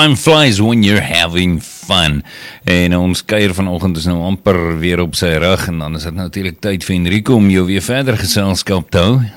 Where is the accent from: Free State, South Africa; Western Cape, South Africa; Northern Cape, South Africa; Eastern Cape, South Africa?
Free State, South Africa; moved away; maar ek het in die Oos-Vrystaat groot geword